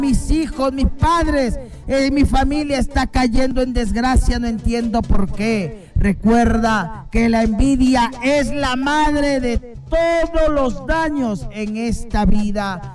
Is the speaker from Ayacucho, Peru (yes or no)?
no; Chiclayo, Lambayeque, Peru; now in Arequipa, Peru; la ciudad de Chiclayo, mi tierra bendita, tierra norteña, tierra cálida.